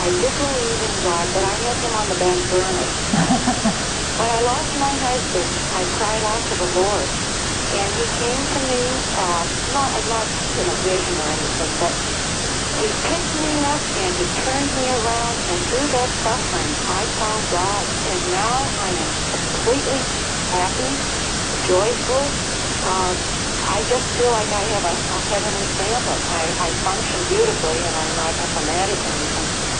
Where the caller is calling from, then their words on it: Missouri, United States; I'm from Missouri.